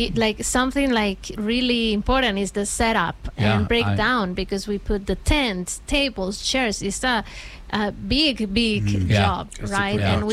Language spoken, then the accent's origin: English; Costa Rica; now in Cambridge, United States; Like, we have people from Cambridge, but I'm from Costa Rica, you know.